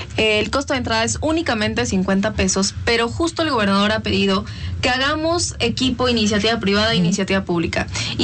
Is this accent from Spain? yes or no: no; Mexico; una de las tradiciones más hermosas que nos representa como mexicanos